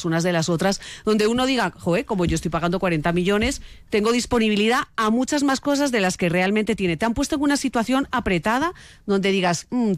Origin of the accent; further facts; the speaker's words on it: Colombia; Y además recuerda que soy colombiana